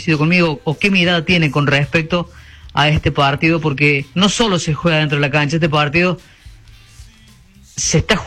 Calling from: Córdoba, Argentina; de Barrio Pueyrredón

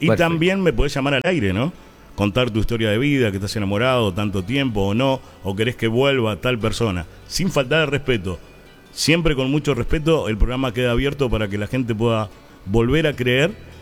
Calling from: Estancia Grande, San Luis, Argentina; venimos directamente del corazón de Estancia Grande.

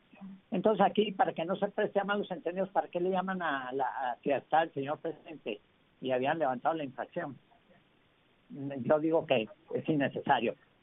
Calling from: Mexico

